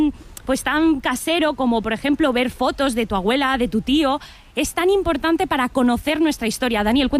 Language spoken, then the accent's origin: Spanish; Valencian Community, Spain; las personas que somos de aquí del Pinet